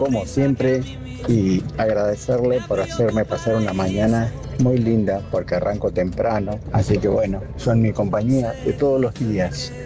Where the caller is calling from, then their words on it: Bernal, Buenos Aires Province, Argentina; Buen día, bueno … de la Ribera de Bernal